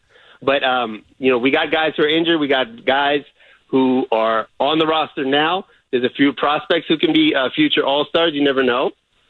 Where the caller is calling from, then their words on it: Reno, Nevada, United States; I'm calling from Reno.